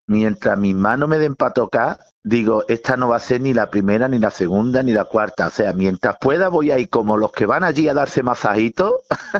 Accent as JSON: {"language": "Spanish", "town": "Vélez-Málaga", "region": "Andalusia", "country": "Spain", "said": "Yo soy de Vélez Málaga."}